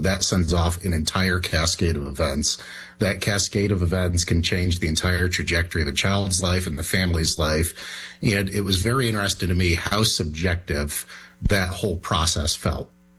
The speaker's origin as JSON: {"language": "English", "region": "Idaho", "country": "United States", "said": "I'm from Idaho as well, so we're neighbors, Glenn."}